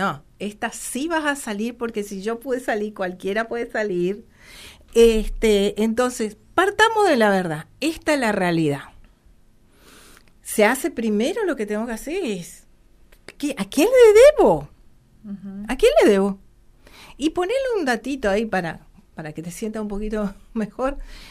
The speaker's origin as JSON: {"language": "Spanish", "town": "Puerto Rico", "region": "Misiones", "country": "Argentina", "said": "nosotros uh-huh. que somos de Puerto Rico."}